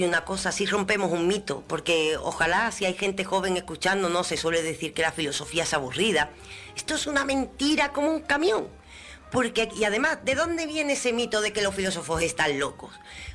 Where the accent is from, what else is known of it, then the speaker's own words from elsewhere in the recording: Andalusia, Spain; es un programa para que nos cojamos cariño a nosotros como andaluces.